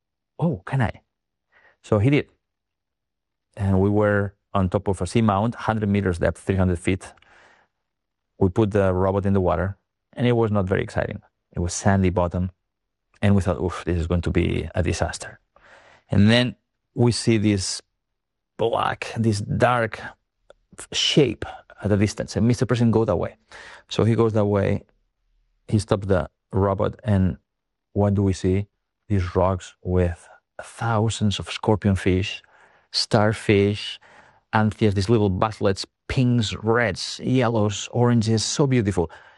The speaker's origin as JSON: {"language": "English", "region": "Catalonia", "country": "Spain", "tie": "born or raised there", "said": "I grew up in Catalonia, on the Costa Brava, the Mediterranean coast of Spain."}